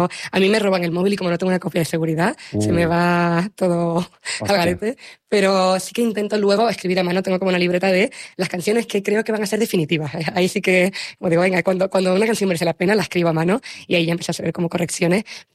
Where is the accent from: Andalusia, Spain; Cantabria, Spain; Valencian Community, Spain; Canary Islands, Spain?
Canary Islands, Spain; gente que simplemente está buscando otro futuro mejor, como los canarios siempre lo hemos hecho.